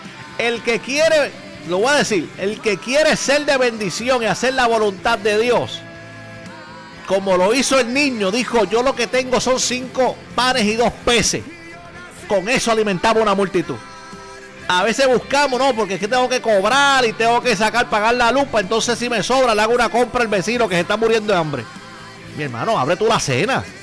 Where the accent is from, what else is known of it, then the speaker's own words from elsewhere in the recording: Dorado, Puerto Rico; yo soy de Dorado.